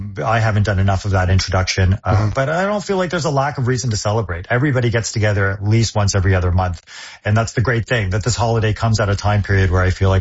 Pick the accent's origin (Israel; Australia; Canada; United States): Canada; born there; So I am East Indian by nature. My parents were born in India. I was obviously born here.